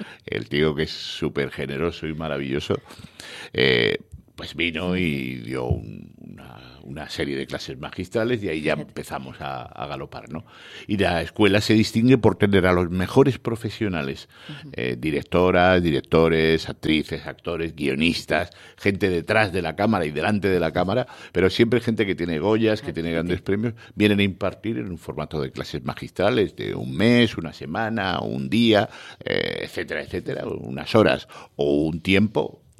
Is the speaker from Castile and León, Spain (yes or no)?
no; Cádiz, Andalusia, Spain; puntuales seremos como buenos gaditanos.